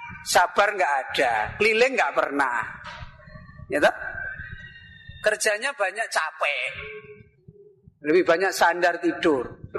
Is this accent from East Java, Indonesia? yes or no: no; Semarang, Central Java, Indonesia; Ya saya, kampung saya itu di Semarang. Kalau antum mungkin pernah namanya Desa Tambak Lorok.